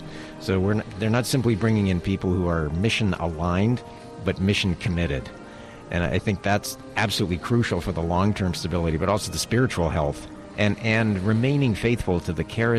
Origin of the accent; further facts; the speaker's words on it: Hawaii, United States; growing up in Hawaii